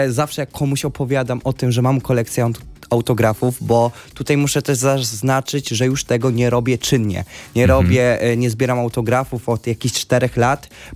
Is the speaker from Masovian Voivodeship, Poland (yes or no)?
no; Bielsko-Biała, Silesian Voivodeship, Poland; bo jestem z Bielska Białej